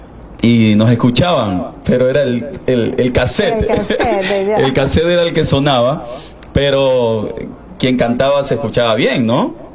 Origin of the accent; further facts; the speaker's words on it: San Lorenzo, Esmeraldas, Ecuador; now in Guayaquil, Ecuador; jugamos en mi natal San Lorenzo del Pailón, que les mando un fuerte abrazo y bendiciones a toda mi linda gente de Esmeralda, en especial a San Lorenzo. Mi tierra natal